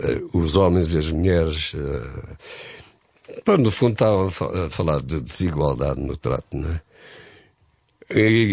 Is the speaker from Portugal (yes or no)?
yes; Lisbon, Portugal; born there; also born or lived in Denmark; nasci em Lisboa, pá, e estou muito contente com esse facto.